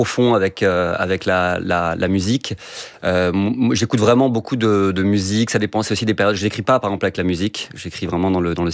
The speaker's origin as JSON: {"language": "French", "region": "Brittany", "country": "France", "said": "Mais bon, justement, en tant que vacancier, moi, je parle pas en tant que Breton, je parle en tant que vacancier."}